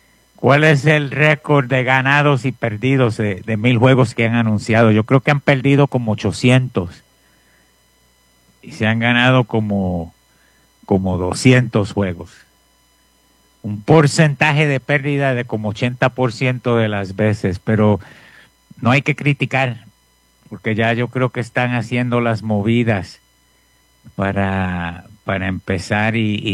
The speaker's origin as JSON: {"language": "Spanish", "country": "Puerto Rico", "moved": "yes", "lives_now": "Denver, United States", "said": "Cuando los mexicanos, cuando yo primero vine aquí a Denver, los mexicanos me vacilaban. Me decían, ¿dónde tú eres? De Puerto Rico. Puerto Rico. Ahí soy yo, de Puerto Rico."}